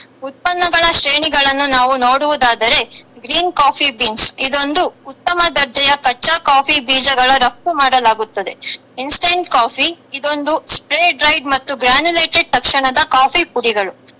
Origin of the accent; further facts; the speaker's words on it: Koppa, Karnataka, India; now in Chikmagalur, India; ಕೊಪ್ಪದಿಂದ ಬಂದಿರೋದು ಸರ್.